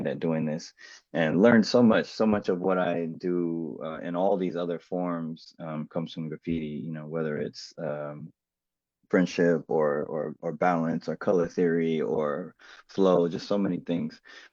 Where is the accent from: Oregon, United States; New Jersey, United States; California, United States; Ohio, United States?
California, United States; Oakland; moved away as an adult; also born or lived in Berkeley, California / New York; I'm from Oakland, and I went to school, high school and middle school in Berkeley, California, which is right next to Oakland in the Bay Area. That's east of San Francisco.